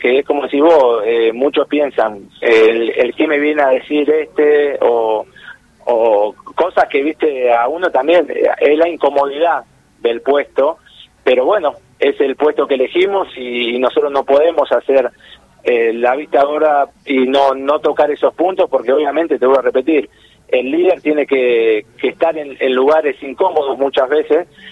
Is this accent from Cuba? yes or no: no; Argentina; born there; now in Salta, Argentina; vengo de Buenos Aires, donde la formación es distinta.